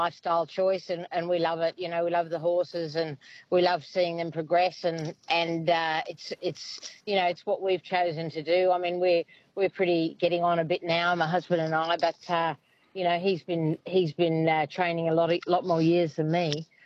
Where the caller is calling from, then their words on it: Sydney, New South Wales, Australia; Hi, Macca. … I'm ringing from Warwick Farm in Sydney.